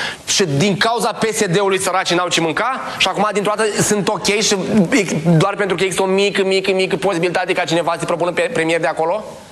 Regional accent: Romania; Ați observat că noi nu prea, ca români, noi nu vorbim, când avem sume mai mari, noi nu mai vorbim în lei

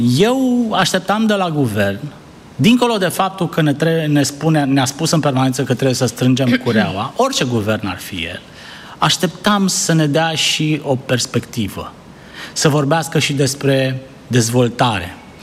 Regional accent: Romania; Și noi suntem români și noi suntem cetățeni

